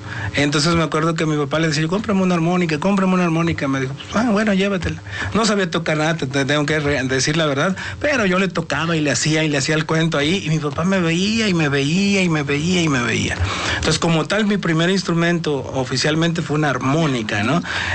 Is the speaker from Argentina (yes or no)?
no; Veracruz, Mexico; now in Puebla, Mexico; Para mí, siento que soy poblano veracruzano, comparto mi corazón en dos porque aquí nací y allá crecí, ¿no? Entonces hoy actualmente ya estamos viviendo aquí en Puebla